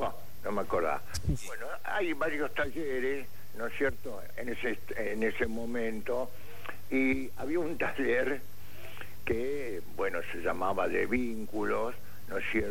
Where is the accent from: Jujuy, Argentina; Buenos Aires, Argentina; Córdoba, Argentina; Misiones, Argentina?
Buenos Aires, Argentina; Villa Urquiza; De acá, de Villurquiza.